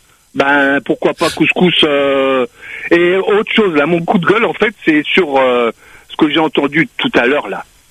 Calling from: Réunion; moi je suis réunionnais

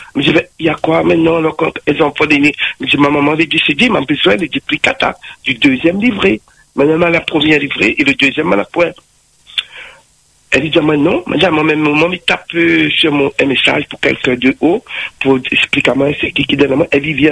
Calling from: Saint-Denis, Réunion; moi, je suis sur Saint-Denis

